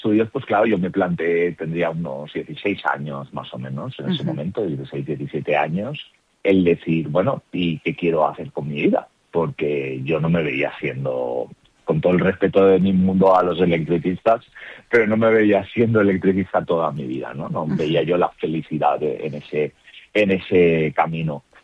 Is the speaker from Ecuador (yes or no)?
no; Picassent, Valencian Community, Spain; Yo tomé la comunión en la parroquia de mi pueblo, que es Picassent, y pues bueno, empecé a participar en el grupo juvenil, el movimiento Juniors